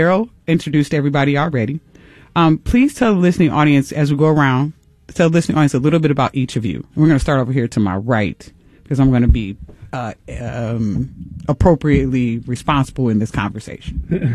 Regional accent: United States; born there; as a American-born black person, we will think that this is not part of our culture.

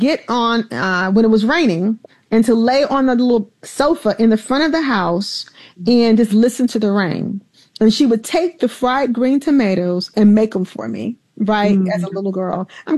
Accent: Alabama, United States; So when I was a little girl, like they say, growing up in the South in Alabama, my grandfather built our home that we had from bricks and old houses that had been torn down.

